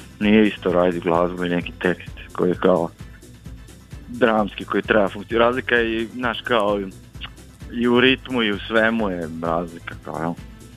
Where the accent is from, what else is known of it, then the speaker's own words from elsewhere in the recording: Croatia; kod nas u Hrvatskoj